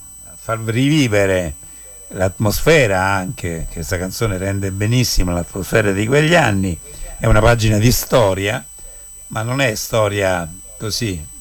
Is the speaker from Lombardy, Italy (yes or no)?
no; Terni, Umbria, Italy; del nostro dialetto, del dialetto ternano